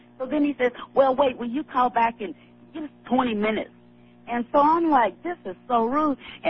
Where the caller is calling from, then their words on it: Missouri, United States; I'm calling from Missouri.